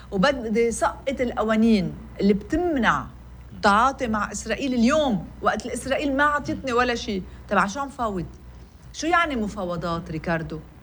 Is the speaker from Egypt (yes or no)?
no; Lebanon; نحن فيه كلبنانيين